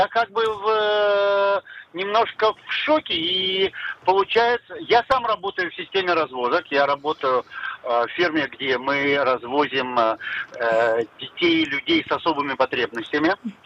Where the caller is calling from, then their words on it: Kiryat Ata, Haifa District, Israel; я из Сириатака.